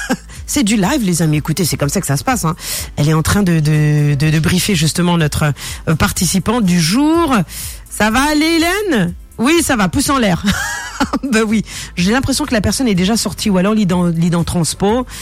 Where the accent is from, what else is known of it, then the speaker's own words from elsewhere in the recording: Mauritius; Moi je dis, si ça devait arriver chez nous à Maurice, une chose est sûre, on n'est pas prêt.